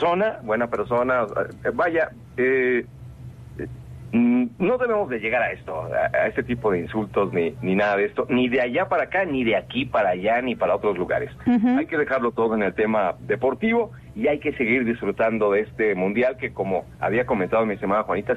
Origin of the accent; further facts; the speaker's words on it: Mexico; Yo como mexicano reconozco que Argentina tiene un enorme equipo.